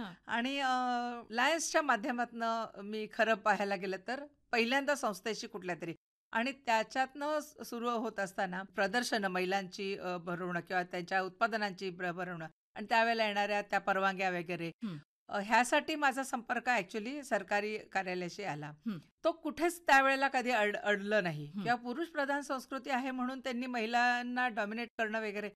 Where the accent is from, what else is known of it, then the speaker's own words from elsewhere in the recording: Thane, Maharashtra, India; born there; also born or lived in Ulhasnagar / Hatkamba; नोकरीनिमित्ताने वडील ते सेंट्रल आणि कस्टम एक्साइज मध्ये होते, त्यामुळे आम्ही ठाण्यात गेलो. तिथे सगळं शिक्षण झालं, बी ए पर्यंत शिक्षण झालं.